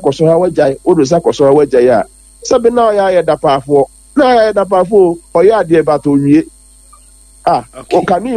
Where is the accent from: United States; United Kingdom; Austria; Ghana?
Ghana; In progress, maybe I am a Ghanaian, I would hasten slowly